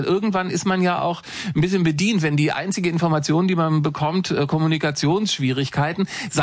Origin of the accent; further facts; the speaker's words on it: Lower Saxony, Germany; Ich bin da geboren in der Nähe von Wolfsburg.